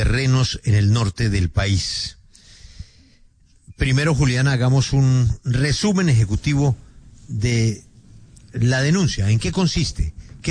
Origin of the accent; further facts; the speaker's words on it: Barquisimeto, Lara, Venezuela; usted y yo que somos llaneros y de Barquisimeto, con esas canciones